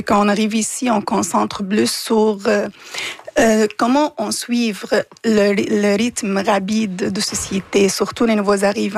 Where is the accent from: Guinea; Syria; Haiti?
Syria; Damascus, Damascus Governorate; Écoute, moi, je viens de Damas, une vil